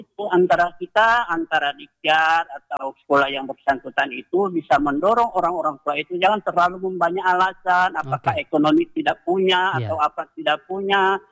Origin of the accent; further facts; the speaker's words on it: Central Sulawesi, Indonesia; kebetulan saya juga ini sebagai putra Bol